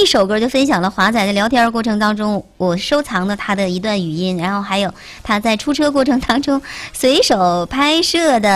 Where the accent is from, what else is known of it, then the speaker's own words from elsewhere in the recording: Northeast China, China; 咱们东北人说的那个馅裤啊